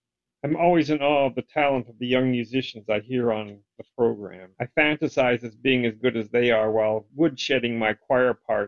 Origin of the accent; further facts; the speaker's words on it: Marysville, Washington, United States; from Marysville, Washington.